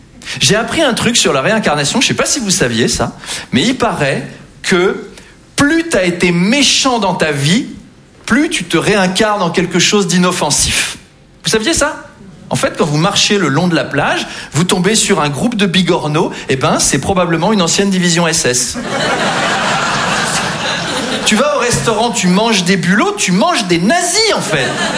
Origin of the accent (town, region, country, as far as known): Versailles, Île-de-France, France; born or raised there